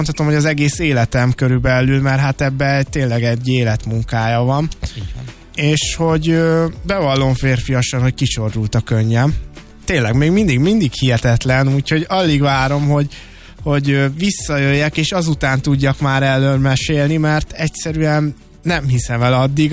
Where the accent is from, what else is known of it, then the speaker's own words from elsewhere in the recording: Hévíz, Zala, Hungary; Maga egyébként a videó hanganyag is egy szülővárosom általi kezdeményezésből indult